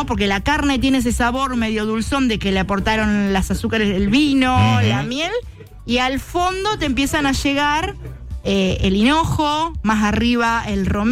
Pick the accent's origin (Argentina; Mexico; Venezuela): Argentina